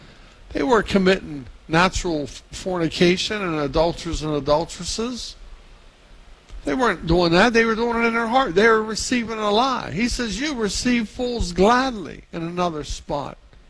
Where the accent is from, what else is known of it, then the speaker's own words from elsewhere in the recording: Weirton, West Virginia, United States; I'm from Weirton, West Virginia.